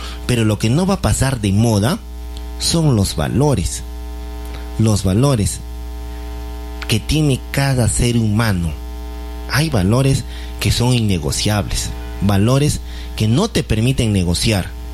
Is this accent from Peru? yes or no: yes; Peru; Nuestra realidad nacional como Estado, como sociedad peruana, es distinta.